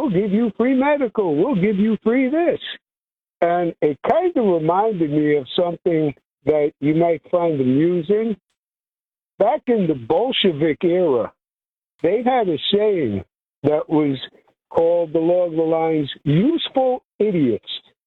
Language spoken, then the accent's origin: English; New York, United States; I'm a New Yorker.